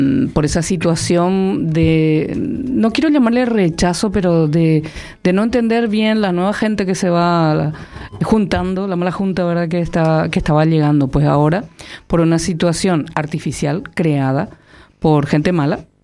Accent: Paraguay; moved away; Entonces venís aquí y te das cuenta que había sido sos paraguaya.

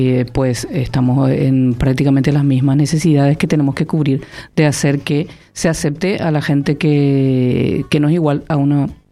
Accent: Paraguay; moved away; Entonces venís aquí y te das cuenta que había sido sos paraguaya.

